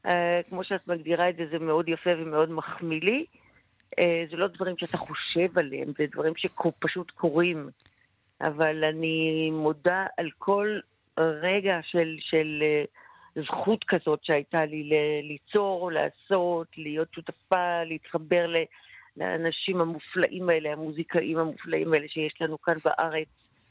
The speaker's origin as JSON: {"language": "Hebrew", "town": "Jerusalem", "region": "Jerusalem District", "country": "Israel", "said": "לא, האמת היא שכאילו במקור אני ירושלמית, כן?"}